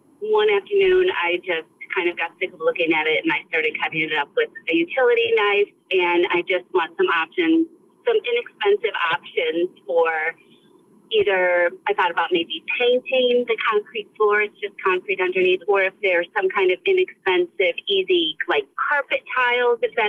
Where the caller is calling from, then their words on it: Tucker, Georgia, United States; I'm calling from Tucker, Georgia.